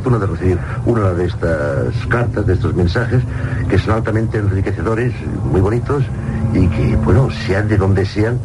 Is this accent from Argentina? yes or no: no; Equatorial Guinea; now in Spain; Yo estaba en el año 69, me vine a España de Guinea Ecuatorial.